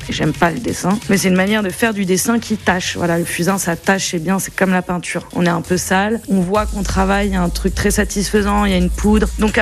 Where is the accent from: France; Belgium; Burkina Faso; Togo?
France; Île-de-France; moved away as an adult; also born or lived in Hauts-de-Seine / Lyon / Nîmes / Paris; now in Lille, France; Je viens de banlieue parisienne, je suis née dans le 92, j'ai grandi dans le 95. Après, je suis allée aux Beaux-Arts de Lyon, je suis descendue encore dans le sud, à Nîmes, pour revenir à Paris. Et depuis quelques mois seulement, je suis arrivée à Lille